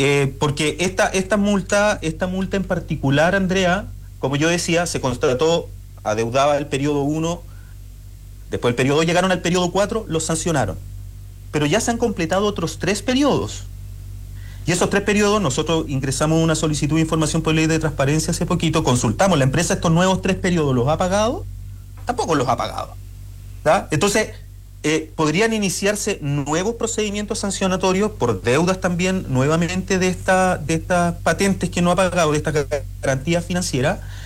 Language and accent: Spanish; Mañihuales, Aysén, Chile; yo soy de Mañiguales, mi papá era también trabajador minero